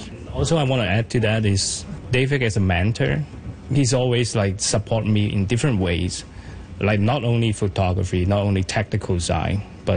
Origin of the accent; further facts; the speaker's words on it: Hong Kong; I come from a whole different world. I come from Hong Kong. This is whole thing is new to me.